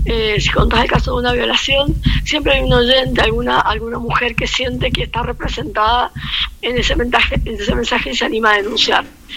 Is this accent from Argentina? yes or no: yes; Tupungato, Mendoza, Argentina; yo soy de Tupungato